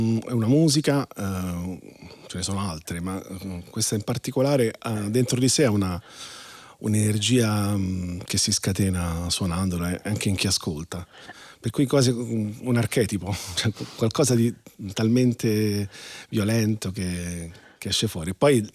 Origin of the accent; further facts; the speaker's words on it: Latina, Lazio, Italy; sono romagnolo di origine, però vivo da sempre, sono nato a Latina